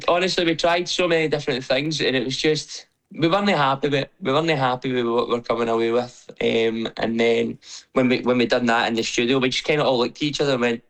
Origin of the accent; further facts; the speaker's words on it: Scotland, United Kingdom; especially at home in Scotland